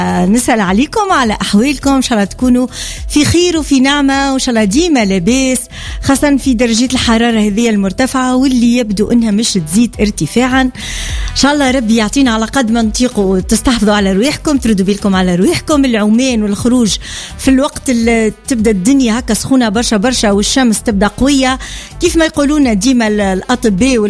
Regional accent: Tunisia

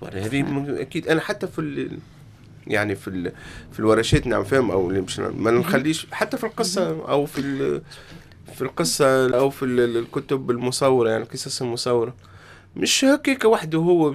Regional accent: Tunisia; تتماشى مع هويتنا العربية والتونسية بالخصوص

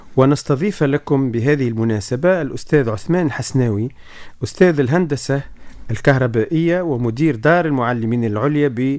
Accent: Tunisia; نحن كتونسيين

